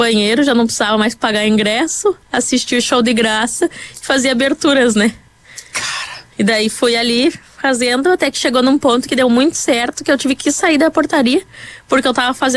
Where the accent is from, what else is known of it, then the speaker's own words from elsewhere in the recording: Vacaria, Rio Grande do Sul, Brazil; also born or lived in Caxias do Sul; Eu sou de Vacaria, mas no contexto dessa história, já em Caxias do Sul.